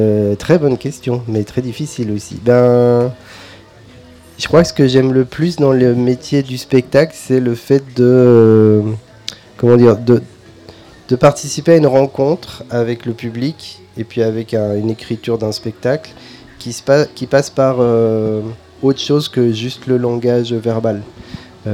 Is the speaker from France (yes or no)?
no; Belgium; Moi je viens de Belgique déjà.